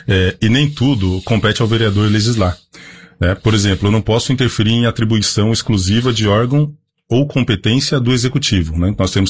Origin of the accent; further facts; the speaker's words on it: Sorocaba, São Paulo, Brazil; Eu sou da Zona Norte, ali no Jardim Novo Horizonte. Mas eu não sou um cara bairrista.